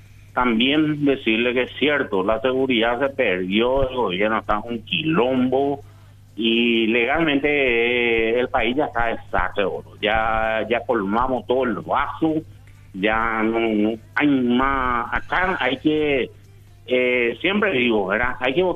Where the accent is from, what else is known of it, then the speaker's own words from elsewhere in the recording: San Carlos, Concepción, Paraguay; born there; Y ahí nacimos toditos en San Carlos. Concepción.